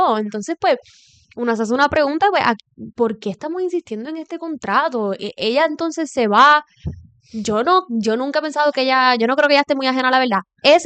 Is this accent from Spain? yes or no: no; Puerto Rico; ya hay que parar como país, como puertorriqueña, como constituyente, como sociedad